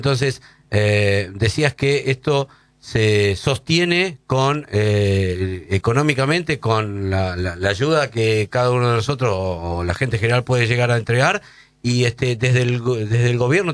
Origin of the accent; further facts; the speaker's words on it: Buenos Aires Province, Argentina; Los que somos de Zona Sur sabemos de lo que se habla, sí.